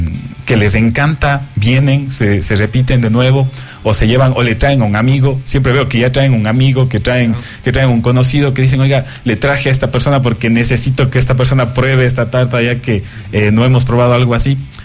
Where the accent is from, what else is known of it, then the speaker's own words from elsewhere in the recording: Cuenca, Azuay, Ecuador; Somos cuencanos, la verdad.